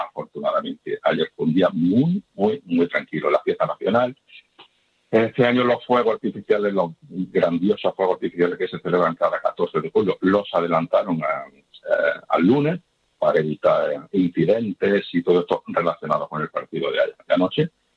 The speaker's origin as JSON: {"language": "Spanish", "country": "Spain", "said": "yo soy español y lo llevo a gala."}